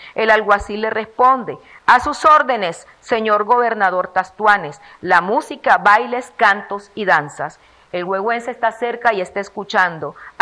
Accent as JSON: {"language": "Spanish", "country": "Nicaragua"}